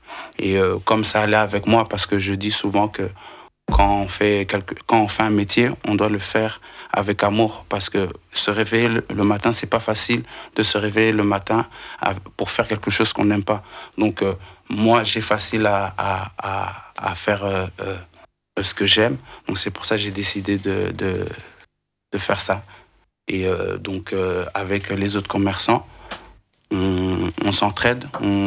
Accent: Belgium; j'ai donné le nom de … par rapport à mes origines et par rapport aussi en français vu que je suis belge.

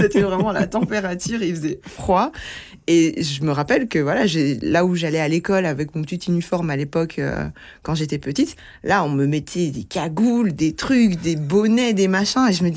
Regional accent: Brussels, Brussels-Capital Region, Belgium; also born or lived in Kinshasa, DR Congo; j'ai grandi à Bruxelles finalement, la majorité de ma scolarité, toute ma scolarité au final je l'ai fait à Bruxelles, l'université aussi. Donc voilà, j'ajoute aussi l'identité bruxelloise forcément à tout ça.

